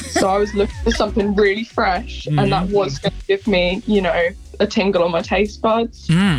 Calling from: Suffolk, East of England, United Kingdom; I'm from Suffolk

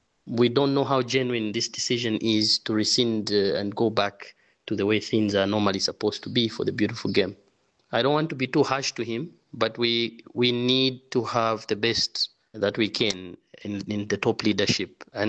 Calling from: Lusaka, Lusaka Province, Zambia; from Lusaka, Zambia in Southern Africa.

